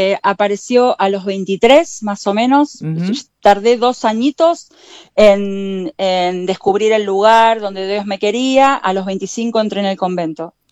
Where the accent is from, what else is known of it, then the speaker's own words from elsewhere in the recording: Buenos Aires, Argentina; Yo nací en Belgrano, a una cuadra de la estación Belgrano R, en Sapiola y Juramento.